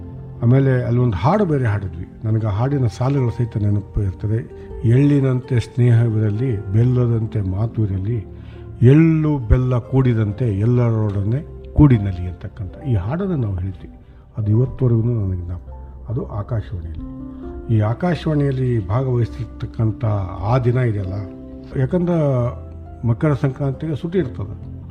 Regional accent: Dharwad, Karnataka, India; Radio ನನ್ನ ಬಾಲ್ಯ ಜೀವನದ ಅವಿಭಾಜ್ಯ ಅಂಗ. ನಾನು ಧಾರವಾಡದಲ್ಲಿದ್ದೆ.

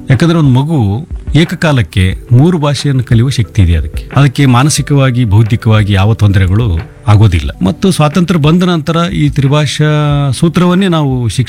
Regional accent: Karnataka, India; ನಾವು ಕನ್ನಡಿಗರು

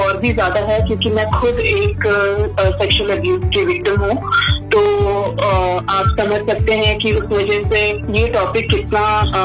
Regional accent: Delhi, India; now in Hyderabad, India; मैं दिल्ली में ही, मैं बंगाली हूँ बट मैं दिल्ली में ही पली बड़ी हूँ

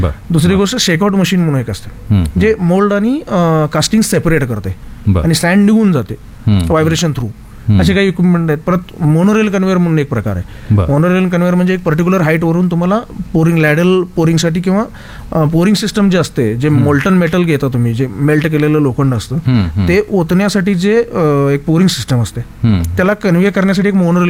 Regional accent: Pune, Maharashtra, India; आणि बेसिकली आम्ही पुण्यातलेच आहोत, म्हणजे आम्ही महाराष्ट्रातले, तर आम्ही इथंच चालू करू.

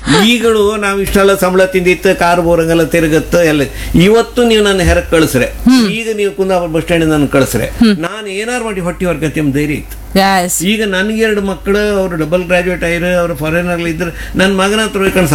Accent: Mallolli, Karnataka, India; ನಾನು ಹುಟ್ಟಿದ್ದು ಮಳ್ಳೊಳ್ಳಿಗೆ, ನಾವು ಬೆಳೆದು ಮಳ್ಳೊಳ್ಳಿಗೆ.

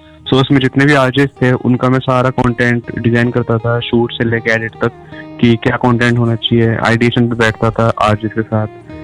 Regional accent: Faridabad, Haryana, India; और मैं फरीदाबाद का ही रहने वाला हूँ

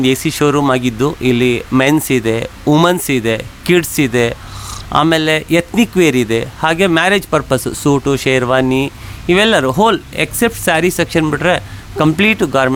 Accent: Shivamogga, Karnataka, India; ನಾವು ಮೂಲತಃ ಉಡುಪಿಯವರು, ಬಟ್ ಹುಟ್ಟಿದ್ದು ಬೆಳೆದಿದ್ದು ಎಲ್ಲ ಶಿವಮೊಗ್ಗದಲ್ಲಿ.

